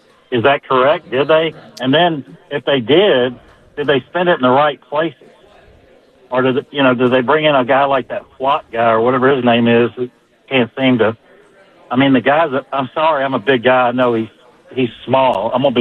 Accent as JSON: {"language": "English", "town": "Nashville", "region": "Tennessee", "country": "United States", "tie": "born or raised there", "said": "I grew up in East Nashville, and so they mean a lot to me."}